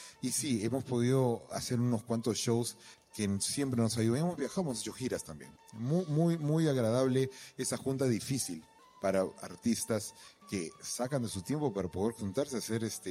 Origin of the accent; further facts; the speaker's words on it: Peru; Igual yo soy súper peruana, a donde lo lleve, yo siempre...